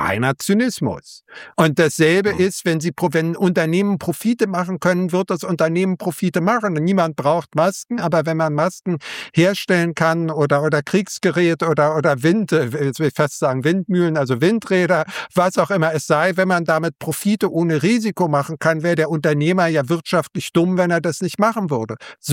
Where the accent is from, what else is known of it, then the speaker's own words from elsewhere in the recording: Berlin, Germany; born there; Also wir sind, wie gesagt, wieder beide Jahrgang 66. Ich bin in West-Berlin geboren, also hatte das Glück, auf der westlichen und nicht der östlichen Seite geboren zu werden.